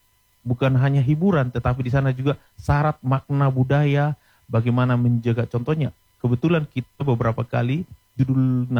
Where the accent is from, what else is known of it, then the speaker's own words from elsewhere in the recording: North Sumatra, Indonesia; Itu kan legenda dari kita Batak Toba itu.